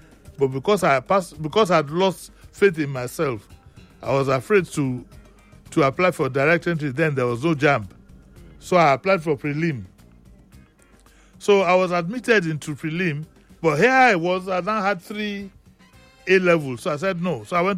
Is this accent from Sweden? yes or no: no; Lagos, Nigeria; we are from Esaleko.